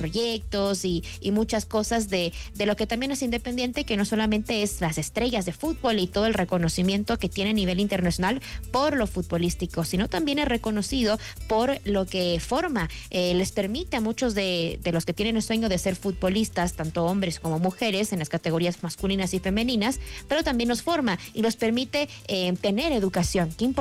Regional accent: Ecuador

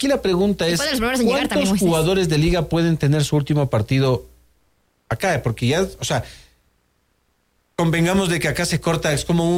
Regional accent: Ecuador

